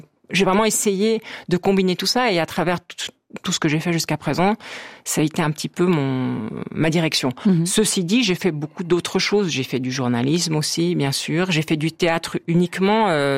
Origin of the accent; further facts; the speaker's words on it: Switzerland; born there; moved away; quand j'étais petite, quand j'étais en Suisse.